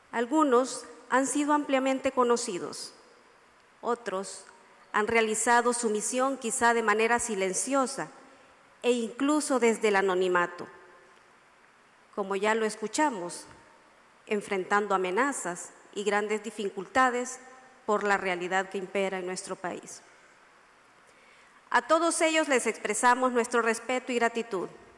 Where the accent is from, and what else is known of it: Honduras